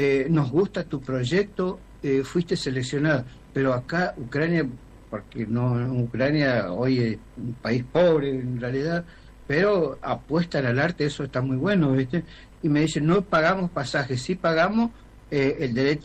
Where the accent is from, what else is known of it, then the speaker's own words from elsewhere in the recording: Las Breñas, Chaco, Argentina; moved away as an adult; now in Presidencia Roque Sáenz Peña, Argentina; Yo soy, soy de las Breñas en realidad, sí, pero hace 20 años que me vine a Sáenz Peña, sí, y ya hoy soy sáenzpeñense. Hasta ya, hace poco tenía domicilio todavía en las Breñas, sí, pero ahora ya soy sáenzpeñense.